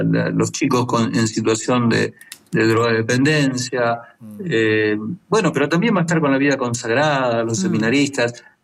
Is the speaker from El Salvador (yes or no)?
no; Argentina